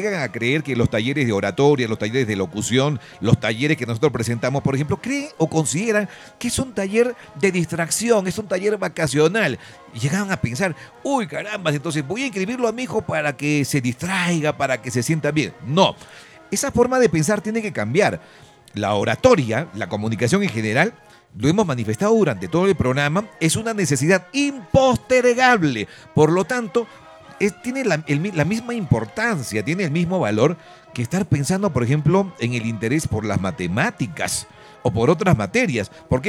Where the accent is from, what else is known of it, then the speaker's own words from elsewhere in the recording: Peru; en el Perú, en mi país, en nuestro país